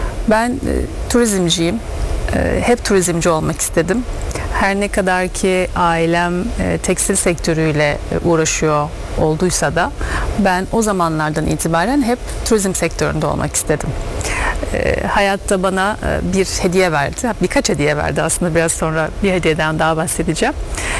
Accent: Istanbul, Turkey; born there; İstanbul doğumluyum.

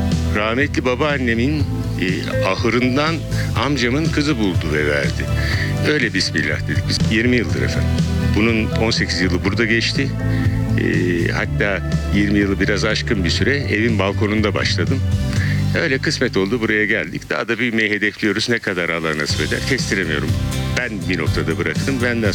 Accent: Ankara, Turkey; born there; 1961 Ankara doğumluyum. Ankara Koleji ve Gazi Üniversitesi mezunum. 40 yaşından sonra tarıma merak sardım.

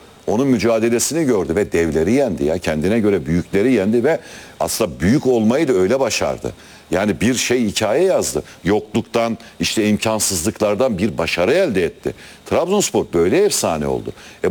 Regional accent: Torul, Gümüşhane, Turkey; Gümüşhane Torulluyum. Torul bana zaten 40 dakika.

